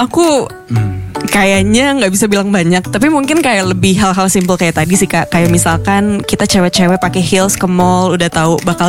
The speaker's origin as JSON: {"language": "Indonesian", "town": "Medan", "region": "North Sumatra", "country": "Indonesia", "tie": "born or raised there", "said": "Wah, karena aku besar di Medan mungkin ya."}